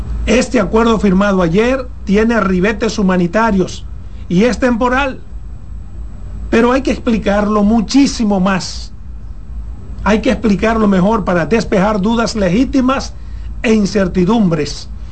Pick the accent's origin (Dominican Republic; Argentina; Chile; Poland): Dominican Republic; Pedernales; él sabe que yo soy de Pedernales.